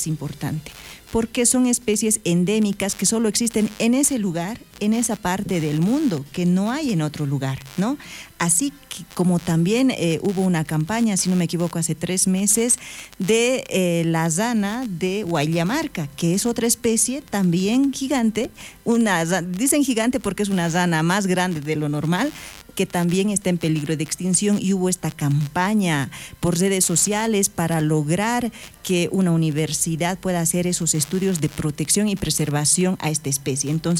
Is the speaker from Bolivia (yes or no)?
yes; Bolivia; a veces como bolivianos estamos muy divididos